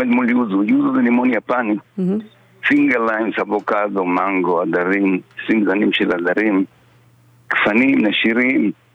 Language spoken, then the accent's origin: Hebrew; Argentina; now in Israel; אני מארגנטינה